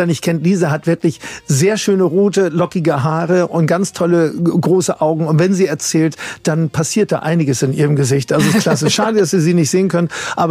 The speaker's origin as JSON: {"language": "German", "region": "Hamburg", "country": "Germany", "tie": "born or raised there", "said": "Also ich bin ja hier in Hamburg groß geworden, sowohl in Eppendorf als auch auf St. Pauli."}